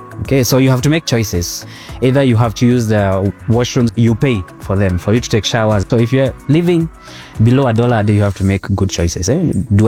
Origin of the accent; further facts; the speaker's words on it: Nairobi, Kenya; And then we landed smack in the middle of Madare slums. Okay, just next to the sewage. The river passes by. You know, a very small cubicle made of mud, typical of many in the slums.